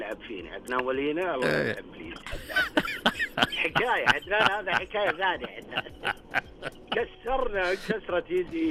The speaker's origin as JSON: {"language": "Arabic", "town": "Riyadh", "region": "Riyadh Province", "country": "Saudi Arabia", "tie": "born or raised there", "said": "ايه في الرياض."}